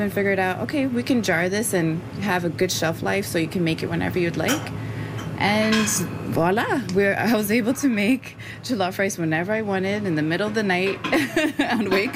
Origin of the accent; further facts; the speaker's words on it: Zimbabwe; moved away; I'm from Southern Africa, Zimbabwe. We don't have jollof rice in my country.